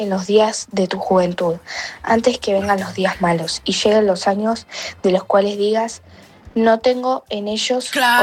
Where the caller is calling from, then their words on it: Argentina; de Argentina